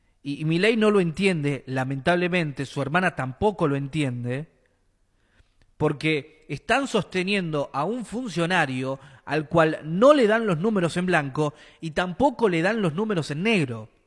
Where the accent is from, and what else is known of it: Argentina